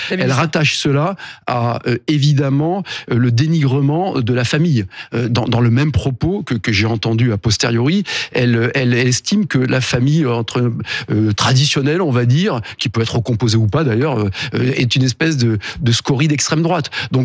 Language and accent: French; France